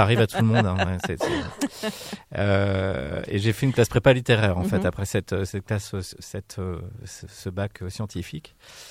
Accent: Bressuire, Nouvelle-Aquitaine, France; moved away; also born or lived in Poitiers / Vernouillet / Cherbourg / Perpignan; Alors moi, je suis né à Poitiers. Mais j'ai grandi, je suis juste né à Poitiers, j'ai grandi dans une petite ville des Deux-Sèvres qui s'appelle Bressuire.

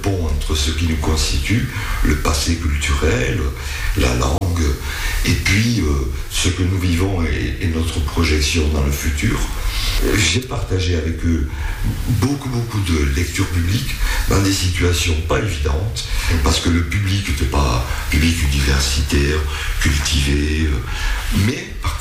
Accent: Occitanie, France; Parce que, bon, déjà, je suis occitan à la base. Je crois qu'on est dans le même creuset quelque part, c'est la Méditerranée.

